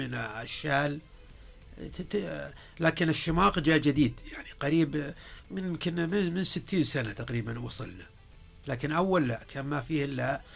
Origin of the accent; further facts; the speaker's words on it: Najd, Saudi Arabia; كان عندنا في نجد